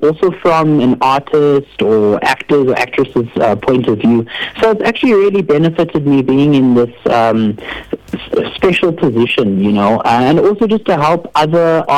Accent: Durban, KwaZulu-Natal, South Africa; now in Johannesburg, South Africa; Well, I'm a 26-year-old singer-songwriter originally from Durban, KZN. Mm-hmm. And I've actually recently moved to the city of gold, Johannesburg, Sandton.

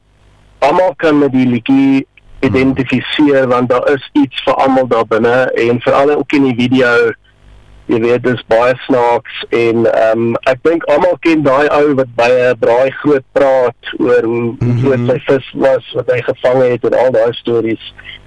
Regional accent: Switzerland; Afrikaans is a second language; now in South Africa; ek is gebore in Switserland, het daar groot geword, en toe emigreer ons Suid-Afrika toe, en lang story kort, het ek maar Afrikaanse vrou leer ken, en maar sy het niks Engels gepraat nie, so ek moes maar vinnig Afrikaans leer.

